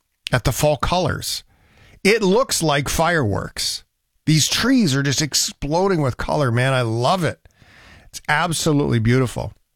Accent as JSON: {"language": "English", "town": "Port Alberni", "region": "British Columbia", "country": "Canada", "tie": "born or raised there", "moved": "yes", "lives_now": "Eastern Ontario, Canada", "said": "Vancouver Island, when I was a kid, that's how I remembered it when I grew up in Port Alberni."}